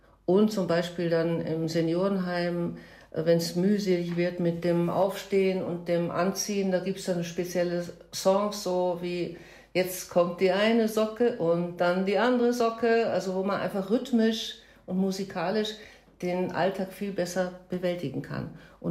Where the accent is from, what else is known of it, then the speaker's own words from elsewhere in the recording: Hamburg, Germany; moved away as an adult; also born or lived in Vienna; now in Carinthia, Austria; Also ich bin gebürtige Hamburgerin, sieht man, hört man eh, sieht man wahrscheinlich auch. Und war 31 Jahre in Wien und bin jetzt seit 5 Jahren in Kärnten